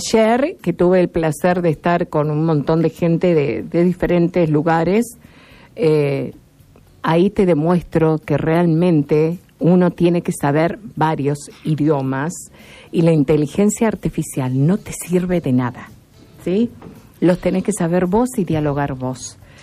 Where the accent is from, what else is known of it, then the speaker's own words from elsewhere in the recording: Córdoba, Argentina; now in Santa Fe, Argentina; yo soy adoptada, ¿no? Santafesina, pues soy cordobesa.